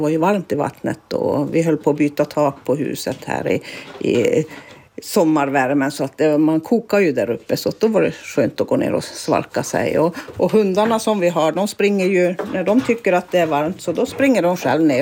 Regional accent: Kassa, Norrbotten County, Sweden; born there; also born or lived in Kiruna / Pajala; de skulle bli mjölkbönder i pappas föräldrahem då här i Kassa. Och jag var 11 år när vi flyttade hit och det var bra. Och det var lugnt och mycket djur och sånt här, så att jag valde och då börja skolan i Pajala.

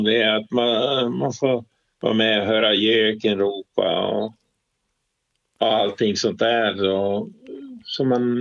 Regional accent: Gotland, Sweden; jag kommer från Gotland och jag har ju gjort min militärtjänst här på Gotland, ja.

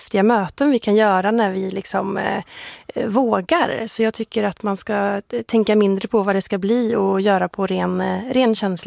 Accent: Värmland, Sweden; min liksom musikaliska bakgrund och från musikkulturen hemma i Värmland

